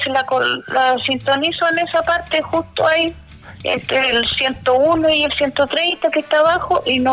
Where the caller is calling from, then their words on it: Los Álamos, Biobío, Chile; De acá de Los Álamos.